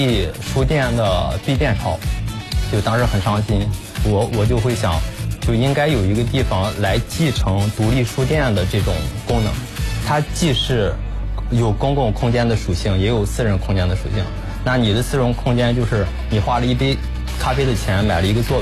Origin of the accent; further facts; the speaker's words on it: Jiangnan, China; 我是江南人，